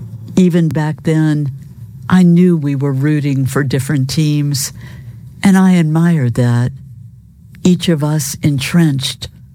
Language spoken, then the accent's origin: English; Virginia, United States; I grew up in Southern Virginia town, which left its indelible mark on me. And we were just across the Appomattox River from Petersburg, where the Battle of the Crater took place during the Civil War.